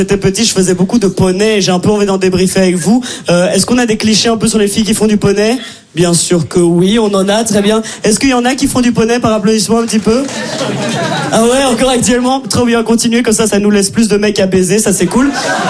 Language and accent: French; Brussels, Belgium; accent: Brussels